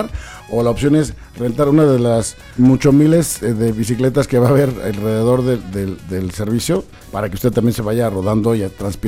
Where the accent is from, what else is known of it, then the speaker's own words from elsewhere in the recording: Mexico; a mí, que me siento muy y soy muy mexicano.